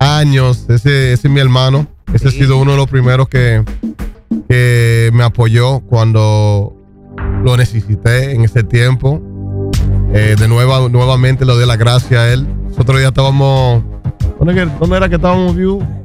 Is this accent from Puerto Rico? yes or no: yes; Puerto Rico; born there; yo nací en Puerto Rico. Mi papá es dominicano.